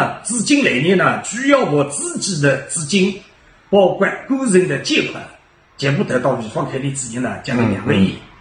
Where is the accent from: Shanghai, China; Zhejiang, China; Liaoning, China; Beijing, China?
Zhejiang, China; 尤其我们浙江人，号称浙商